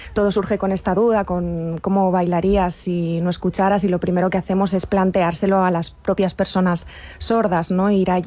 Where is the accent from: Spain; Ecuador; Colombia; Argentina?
Spain; Valencia, Valencian Community; Yo de aquí, de Valencia.